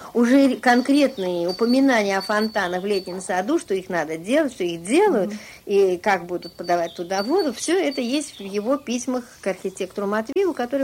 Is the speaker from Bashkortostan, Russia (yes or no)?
no; Saint Petersburg, Russia; born there; Я родилась в Ленинградке и очень люблю свой город.